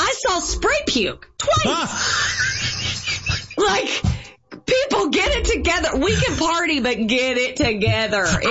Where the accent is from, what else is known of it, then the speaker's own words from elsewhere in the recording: Oklahoma, United States; Now, I'm from Oklahoma. I'm from rowdy country. I understand rowdy